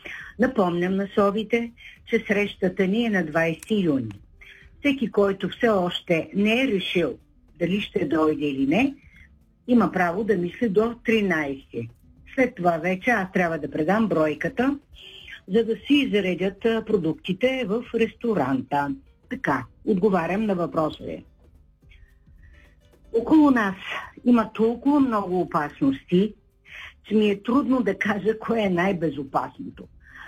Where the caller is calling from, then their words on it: Shumen, Shumen Province, Bulgaria; Здравейте, господин Герковски … от Шумен.